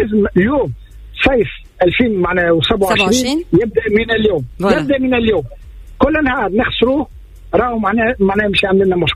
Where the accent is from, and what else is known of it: Tunisia